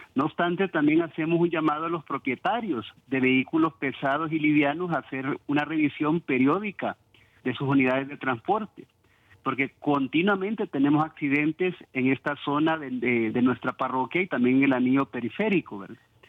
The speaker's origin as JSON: {"language": "Spanish", "country": "Honduras"}